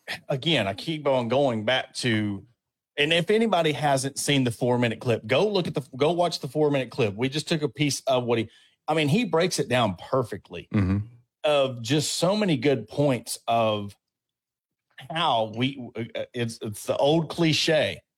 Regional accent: Arkansas, United States; because we're from Arkansas, we're Arkansas podcast.

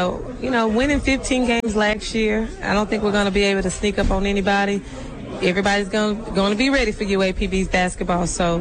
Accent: Arkansas, United States; I'm from Eastern Arkansas myself.

